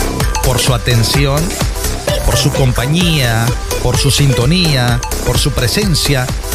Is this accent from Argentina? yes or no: no; Veracruz, Mexico; ¡Yo soy Jarocho!